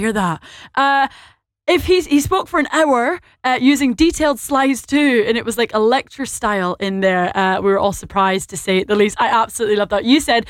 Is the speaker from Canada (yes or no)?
no; Scotland, United Kingdom; accent: very Scottish; with my very Scottish accent